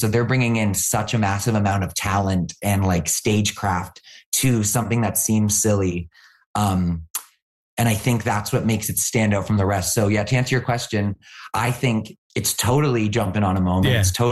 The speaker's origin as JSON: {"language": "English", "country": "Canada", "said": "And as a Canadian, you know how excited we get when we find out that someone's Canadian."}